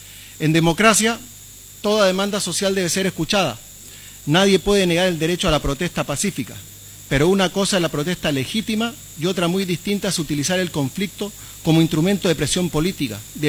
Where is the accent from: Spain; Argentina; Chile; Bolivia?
Bolivia; la situación de Bolivia